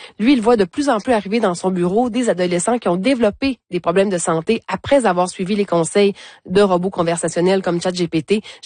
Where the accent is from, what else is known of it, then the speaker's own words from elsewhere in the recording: Canada; Chez nous, au Canada